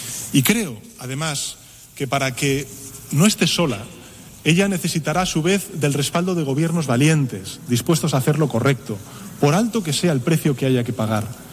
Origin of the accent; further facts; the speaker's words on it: Spain; En mi país, señoras y señores, España